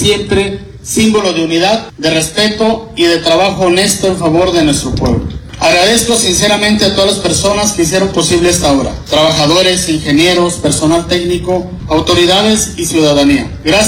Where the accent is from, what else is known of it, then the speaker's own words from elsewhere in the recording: Mexico; Nuestra bandera representa la historia, la identidad y los valores que nos unen como mexicanos